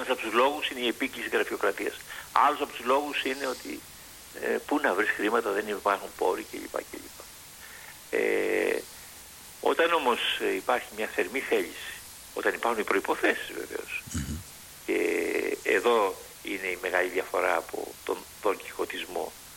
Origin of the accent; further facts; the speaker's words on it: Kalamata, Peloponnese, Greece; η πατρίδα μου, η αγαπημένη μου Καλαμάτα.